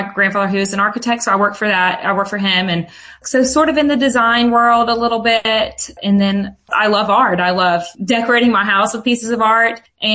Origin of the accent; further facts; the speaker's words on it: Dalton, Georgia, United States; when my mom had kids, we were raised in Dalton